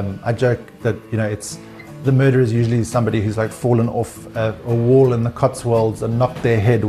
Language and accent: English; South Africa; as a South African, you have a feel for how South Africans speak and what things look like and taste.